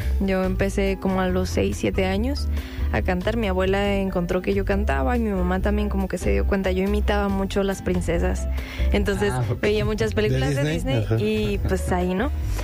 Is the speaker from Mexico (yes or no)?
yes; Tijuana, Baja California, Mexico; also born or lived in Los Angeles; Yo soy tijuanense, yo soy de Tijuana. Yo nací en Los Ángeles, pero me crié toda mi vida allá, ¿no?